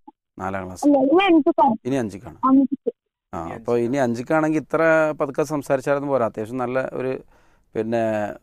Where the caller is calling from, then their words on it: Tirurangadi, Kerala, India; മലപ്പുറം ജില്ലയിലെ തിരൂരങ്ങാടി. തിരൂരങ്ങാടിയാണോ? അതോ മേലങ്ങാടിയോ? തിരൂരങ്ങാടി.